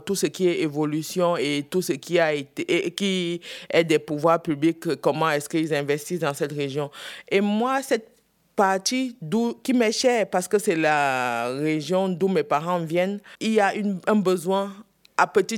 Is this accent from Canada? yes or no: no; Dschang, West, Cameroon; moved away; le nom d'où je viens, c'est la région de Tchang, qui est dans l'ouest du Cameroun, la région montagneuse.